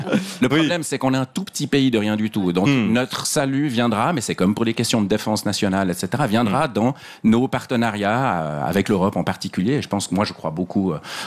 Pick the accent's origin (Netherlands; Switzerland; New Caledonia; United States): Switzerland; C'est que probablement que c'est une question qu'on se pose en tant que Suisse.